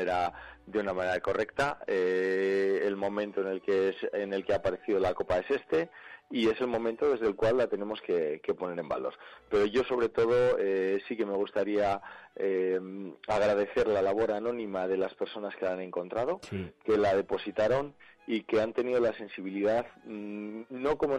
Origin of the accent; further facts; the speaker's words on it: Soria, Castile and León, Spain; Y que aparezca en mi pueblo